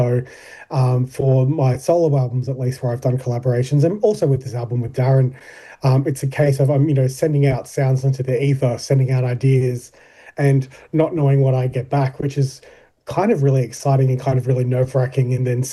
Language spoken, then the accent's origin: English; Queensland, Australia; born there; considering this interview we're doing in Brisbane, my home state